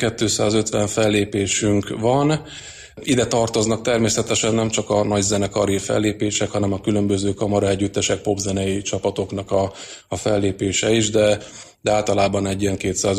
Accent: Fehérgyarmat, Szabolcs-Szatmár-Bereg, Hungary; Én egy kisvárosból származom, Fehérgyarmatról

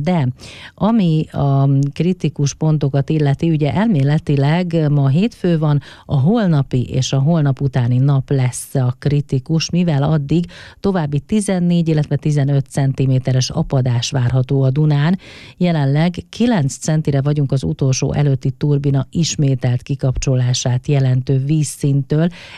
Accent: Paks, Tolna, Hungary; paksiként, illetve a Duna két oldalán élőként

